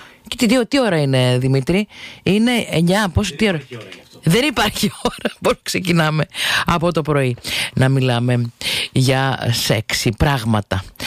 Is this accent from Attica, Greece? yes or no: no; Thessaloniki, Central Macedonia, Greece; Να σας πω ως Θεσσαλονικιά ότι ο δικός μας ο Λευκός ο πύργος δεν μου αρέσει καθόλου